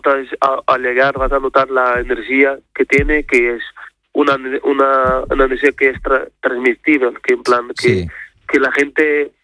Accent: Portugal; born there; Spanish is a second language; Yo nací en Portugal, pero mi familia toda es de Cabo Verde. Y siempre ha estado ligado con la cultura caboverdiana, tanto con la música, la comida y todo.

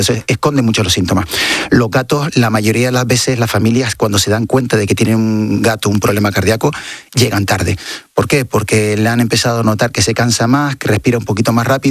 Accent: Canary Islands, Spain; y yo lo estoy sufriendo ahora mismo aquí en Madrid, vengo de Canarias, que estamos a 26 graditos

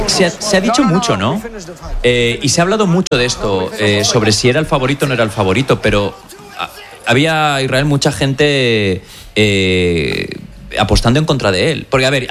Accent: Valencian Community, Spain; Yo tengo que decir, como valenciano que soy

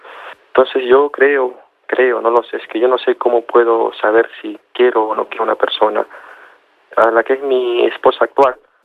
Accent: Peru; No, yo soy de Perú.

